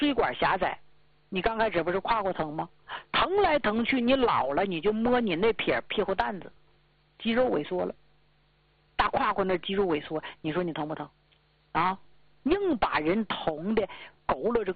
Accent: Northeast China, China; born there; 而且咱们家乡所处的东北地区还是落后啊，工资低，地还不值钱

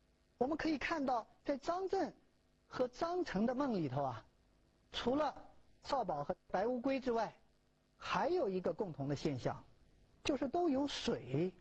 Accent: China; 我们中国人

